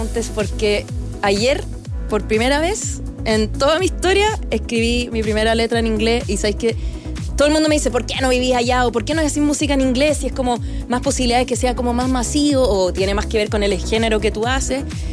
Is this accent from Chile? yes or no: yes; Chile; born there; first language English; Spanish is a second language; also born or lived in London